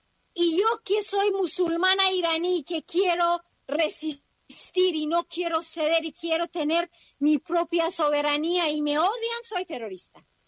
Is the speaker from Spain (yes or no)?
no; Iran